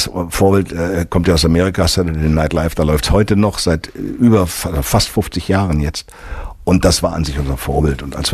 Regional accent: Berlin, Germany; Aus Kaulsdorf, ja. Ich bin Westen, wa?

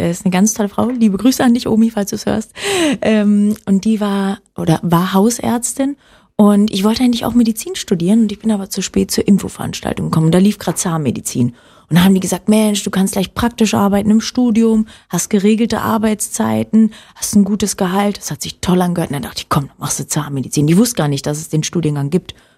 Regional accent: Oranienburg, Brandenburg, Germany; born there; Richtig, also ich bin in Oranienburg geboren und bin dann mit 10 auf ein Sportinternat gegangen

